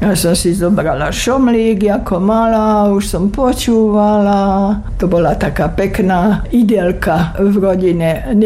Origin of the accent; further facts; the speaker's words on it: Píla, Bratislava Region, Slovakia; also born or lived in Častá; Tam som ja moje detstvo prežívala a narodila som sa v Častej.